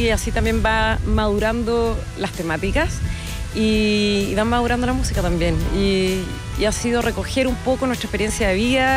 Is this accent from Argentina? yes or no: no; Chile; sin negar qué es lo que somos y de dónde somos, que somos chilenos y somos blueseros.